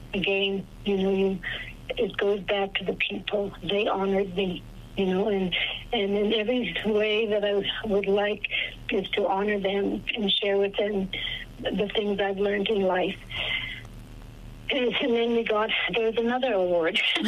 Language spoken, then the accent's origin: English; Inuvik, Northwest Territories, Canada